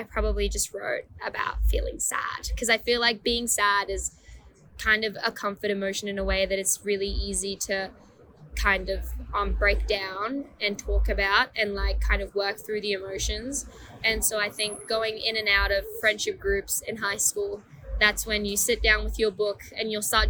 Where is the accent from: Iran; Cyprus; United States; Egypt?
Iran; English is a second language; now in Australia; I moved here in 2013. I didn't know how to speak English. I'm originally from Iran. And so I learned English with music.